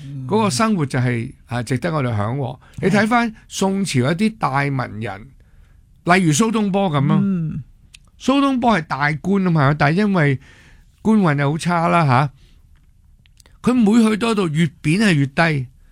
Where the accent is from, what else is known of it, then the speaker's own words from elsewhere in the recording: Hong Kong; 我哋香港人